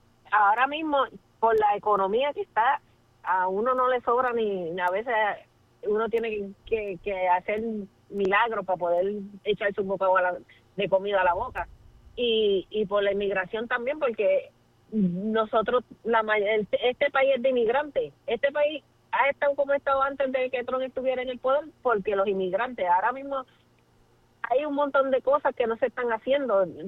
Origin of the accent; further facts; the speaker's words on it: Puerto Rico; Yo soy puertorriqueña